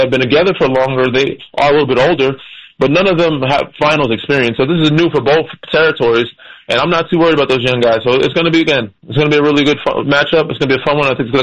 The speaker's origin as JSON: {"language": "English", "region": "New York", "country": "United States", "tie": "born or raised there", "said": "I grew up in New York"}